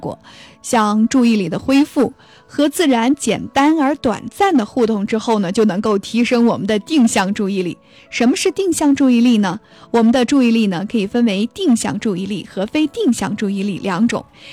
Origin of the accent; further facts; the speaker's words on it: China; 这一点难道是刻在我们中国人基因里的吗？